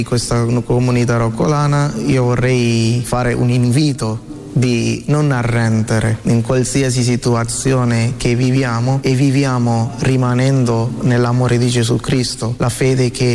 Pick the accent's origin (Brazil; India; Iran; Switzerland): India; now in Italy; vengo dall'India, questa è la mia prima parrocchia affidata dal nostro arcivescovo Padre Bruno Forte.